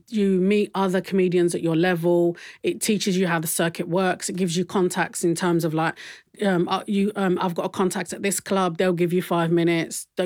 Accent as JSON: {"language": "English", "region": "London", "country": "United Kingdom", "accent": "Cockney", "said": "Cockney because I'm from East London."}